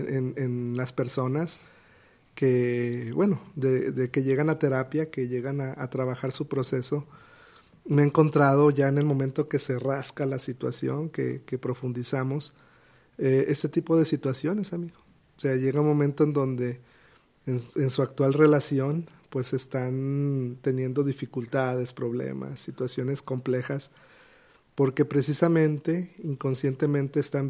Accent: Mexico; Ya somos mexicanos

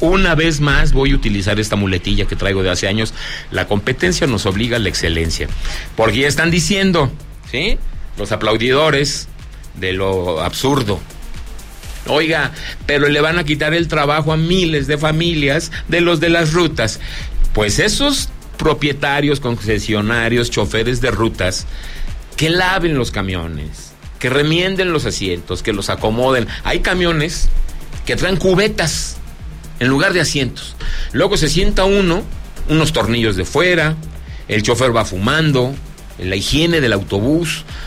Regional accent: Zacatecas, Mexico; usted está en mi tierra, Zacatecas.

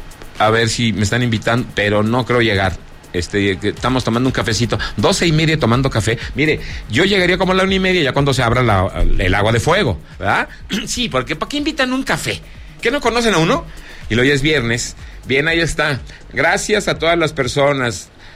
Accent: Mexico City, Mexico; now in Zacatecas, Mexico; me olvidaron en la colonia de doctores en la Ciudad de México, luego me trajeron para acá, yo soy de la Ciudad de México, y ya me avecindé en este bendito y maravilloso estado

